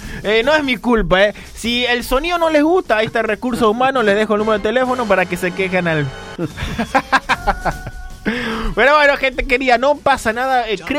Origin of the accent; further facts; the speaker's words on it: Paraguay; Porque soy paraguayo y bueno, el frío no me detiene.